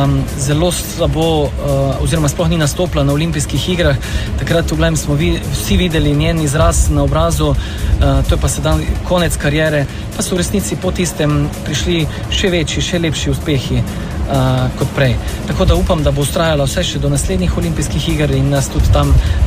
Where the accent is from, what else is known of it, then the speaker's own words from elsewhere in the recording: Celje, Savinjska, Slovenia; da bomo čim več atletskih dogodkov oziroma atletike pripeljali v Celje. Tako kot sem prej na tiskovni konferenci omenil, je to moj rojstni kraj in glede na to, da sem tudi nekoč treniral pri Kladivarju